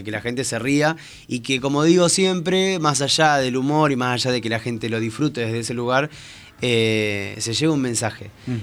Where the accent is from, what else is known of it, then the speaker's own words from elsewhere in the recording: Coronel Dorrego, Buenos Aires Province, Argentina; moved away as an adult; now in Mar del Plata, Argentina; nacido en Coronel Dorrego y hace ya 16, 17 años que me fui para Mar del Plata por un casting también para televisión y ya me quedé allá en Mar del Plata y no me moví más.